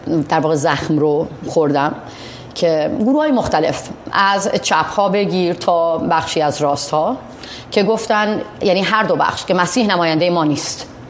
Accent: Mazandaran, Iran; moved away; باید انتخاب میکردم که توی خونه تو قمیکولا بمونم، 5-6 تا بچه به دنیا بیارم، یا اینکه از اونجا بزنم بیرون.

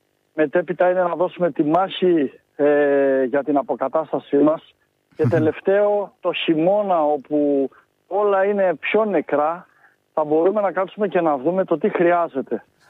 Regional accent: Thessaloniki, Central Macedonia, Greece; εγώ είμαι από Θεσσαλονίκη και ήρθα και στην έδρα μας στην Αθήνα

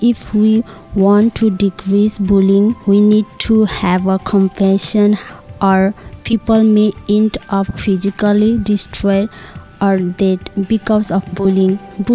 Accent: Nepal; English is a second language; I'm from Nepal. I go to Brescia High School.

